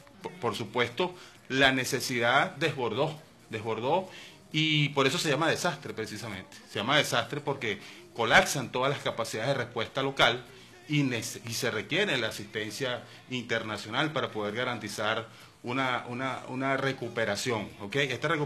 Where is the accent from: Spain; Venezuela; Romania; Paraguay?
Venezuela; somos venezolanos